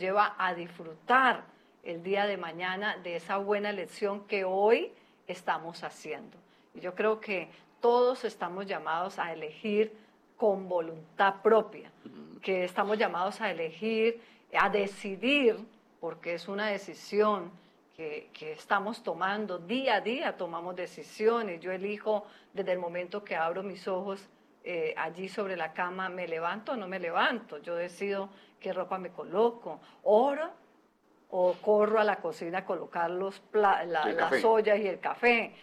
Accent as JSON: {"language": "Spanish", "country": "Colombia", "moved": "yes", "said": "nos unamos a favor de Colombia. Oiga, acá no hay cosas personales, a favor de nuestra patria que tanto amamos"}